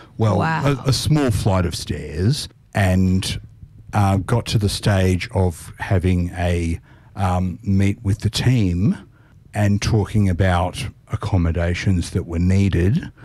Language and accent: English; Gladesville, New South Wales, Australia; also born or lived in Hong Kong; I've spent all but four of my 40 years living in the RIDE area. I grew up in Gladesville.